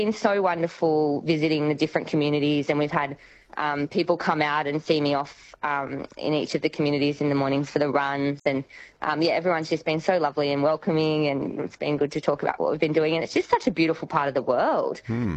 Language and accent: English; Sydney, New South Wales, Australia; I'm from Sydney